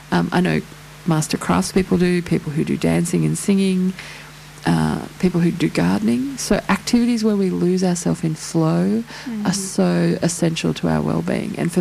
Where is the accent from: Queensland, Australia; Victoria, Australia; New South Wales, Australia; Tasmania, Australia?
Queensland, Australia; when I grew up in Queensland